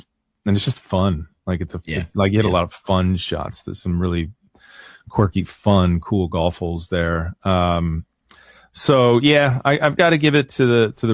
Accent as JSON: {"language": "English", "town": "Philadelphia", "region": "Pennsylvania", "country": "United States", "tie": "born or raised there", "said": "like growing up in Philly, you kind of have this attitude like, you know, we don't get to have nice things, and that's okay."}